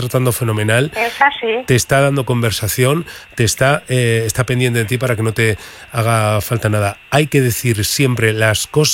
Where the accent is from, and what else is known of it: Burgos, Castile and León, Spain